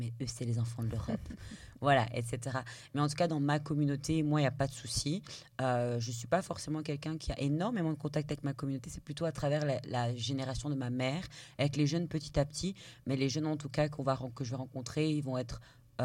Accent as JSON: {"language": "French", "country": "Belgium", "tie": "born or raised there", "said": "Moi, comme je suis née, j'ai grandi en Belgique"}